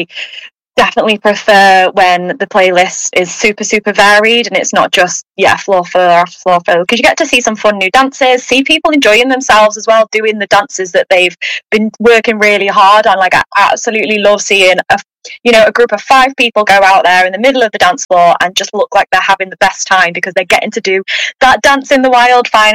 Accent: Wales, United Kingdom; You're going to my hometown, Indy. That's where I'm from. You're literally going to be like 2 doors down from where I grew up.

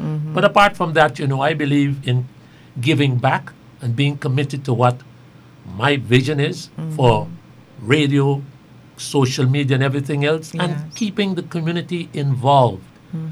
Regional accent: Georgetown, Demerara-Mahaica, Guyana; born there; I was born in Kitty, actually.

